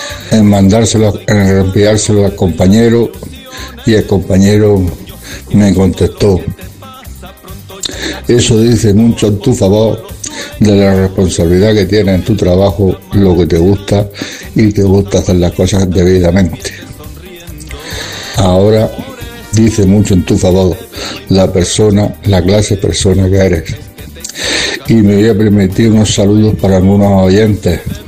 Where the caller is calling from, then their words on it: Fuente Álamo, Region of Murcia, Spain; de Fuente Álamo, Murcia.